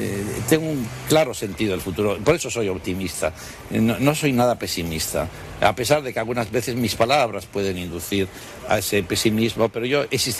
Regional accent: Bilbao, Basque Country, Spain; moved away as an adult; also born or lived in Madrid; opté por ir al País Vasco, de donde soy, nací en Bilbao, como he dicho, en el año 75, 76

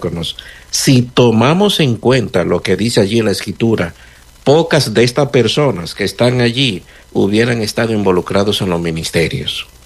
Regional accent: Dominican Republic; en el contexto de nosotros los dominicanos

